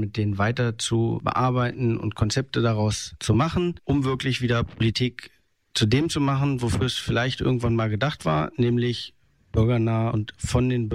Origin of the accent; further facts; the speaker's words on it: Lower Saxony, Germany; moved away as an adult; now in Ellierode near Bad Gandersheim, Germany; Ich komme ursprünglich aus Lödingsen bei Adelipsen und wohne jetzt in Elgerode bei